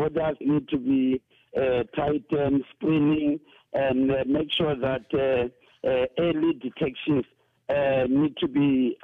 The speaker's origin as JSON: {"language": "English", "country": "South Africa", "said": "as South African"}